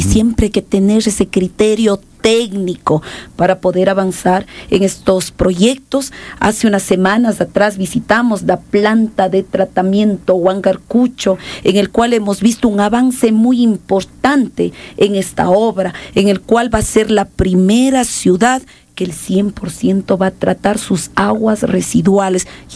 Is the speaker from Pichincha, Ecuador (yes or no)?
no; Cuenca, Azuay, Ecuador; yo soy parte de Sayaucí, donde nace el Cajas, nace las lagunas y nace el agua.